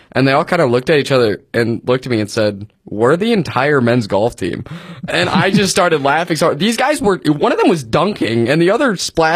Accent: Michigan, United States; Oh, yeah, I'm sorry that I'm from Michigan, Benderson.

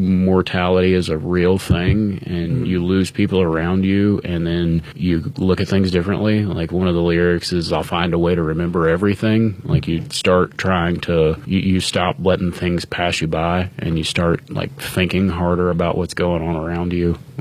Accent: Appalachia, United States; growing up in Appalachia, that's one of the common gifts you'll see as a funeral thing

